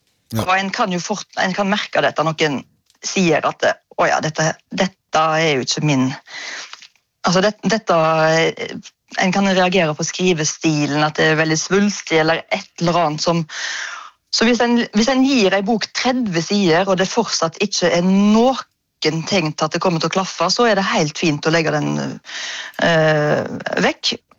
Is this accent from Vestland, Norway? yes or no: no; Ølen, Rogaland, Norway; så kjørte vi til Mosjøen fra Ølen, der jeg vokste opp